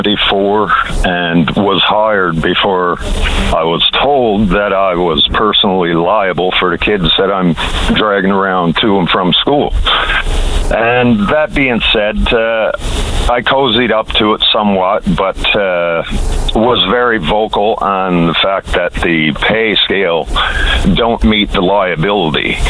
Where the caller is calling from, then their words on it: St. Anthony, Newfoundland and Labrador, Canada; This morning, I'm calling from St. Anthony.